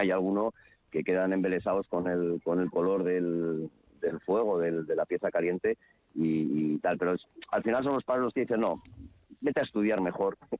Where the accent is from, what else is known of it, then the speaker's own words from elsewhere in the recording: Madrid, Community of Madrid, Spain; born there; moved away as an adult; now in Asturias, Spain; Yo nacido en Madrid, padres los dos alemanes, colegio alemán.